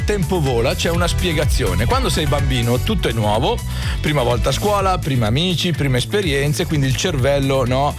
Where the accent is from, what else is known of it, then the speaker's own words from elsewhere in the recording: Nogaredo, Trentino-Alto Adige, Italy; born there; now in Milan, Italy; Io sono di origine trentina, i miei genitori vivono e vivevano in un paesino di meno di 100 abitanti, si chiamano Arna di Nogaredo, in provincia di Trento, e quando torno al mio paese lì sembra veramente il tempo si sia fermato.